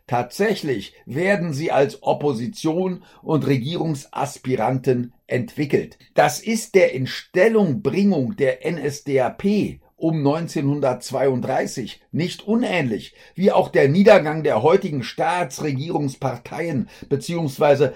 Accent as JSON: {"language": "German", "region": "Berlin", "country": "Germany", "said": "Und ich als Berliner habe diese Miesquatschnamen sowieso nicht benutzt."}